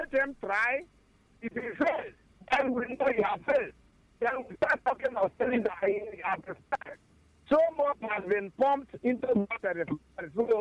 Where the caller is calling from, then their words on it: Ebonyi, Nigeria; We came from Ebony.